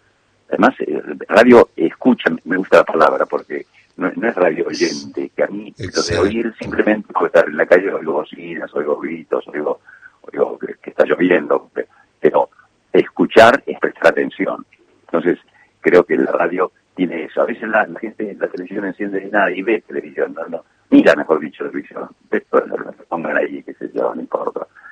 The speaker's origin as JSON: {"language": "Spanish", "country": "Argentina", "said": "yo soy hijo de uruguayo, soy uruguayo argentino."}